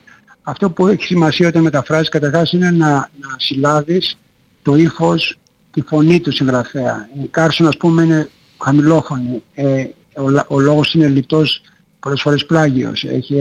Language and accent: Greek; Greece; εμάς που είμαστε Έλληνες